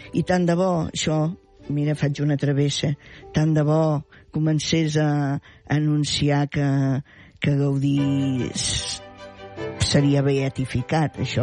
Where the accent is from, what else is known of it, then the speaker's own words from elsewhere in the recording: Reus, Catalonia, Spain; jo sóc de Reus.